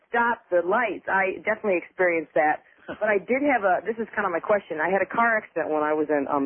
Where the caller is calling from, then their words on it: Peoria, Illinois, United States; I'm calling from Peoria, Illinois.